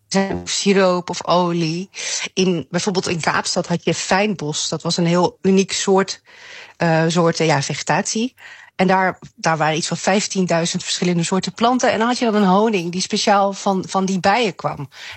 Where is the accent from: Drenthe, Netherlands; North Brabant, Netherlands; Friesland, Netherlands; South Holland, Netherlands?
Friesland, Netherlands; Leeuwarden; Maar ik ben geboren en getogen in Leeuwarden. En als ik daar dan weer ben, dan moet ik wel altijd een zak Friese dumkes mee.